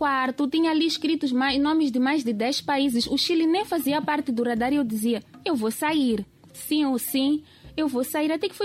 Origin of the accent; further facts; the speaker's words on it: Mozambique; Eu creio que nós, enquanto moçambicanos